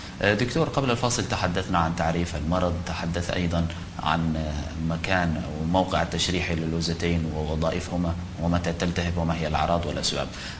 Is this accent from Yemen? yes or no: yes; Hadramawt, Yemen; عندنا في حضرموت